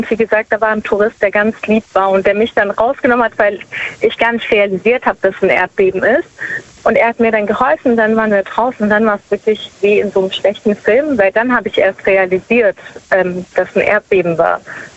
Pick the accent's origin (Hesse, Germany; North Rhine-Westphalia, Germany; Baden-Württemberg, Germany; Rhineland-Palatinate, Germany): Baden-Württemberg, Germany; Ich komme aus der Nähe von Stuttgart.